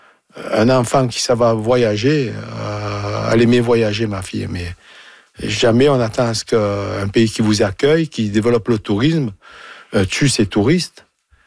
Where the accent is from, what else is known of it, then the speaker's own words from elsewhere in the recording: Marseille, Provence-Alpes-Côte d'Azur, France; accent: Marseille; avec mon accent, je suis de Marseille, bien sûr.